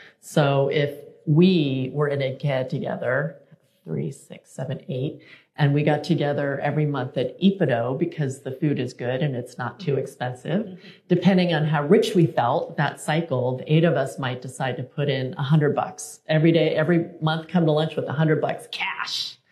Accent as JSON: {"language": "English", "town": "Kansas City", "region": "Missouri", "country": "United States", "tie": "born or raised there", "said": "and I grew up in Kansas City, my brother and I were always the only Asian kids at our schools."}